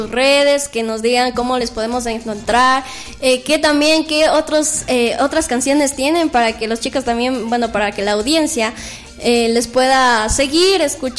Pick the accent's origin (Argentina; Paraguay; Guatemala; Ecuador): Ecuador; yo siento que nosotros como ecuatorianos debemos apoyar el talento ecuatoriano